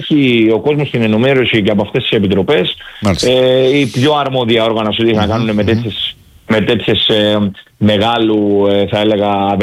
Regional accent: Rhodes, South Aegean, Greece; εκτός από ροδίτης πολίτης, είμαι και αιρετός του Δήμου Ρόδου

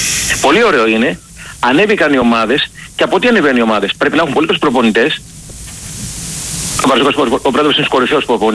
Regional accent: Greece; οπαδοί οι οποίοι είμαστε Έλληνες

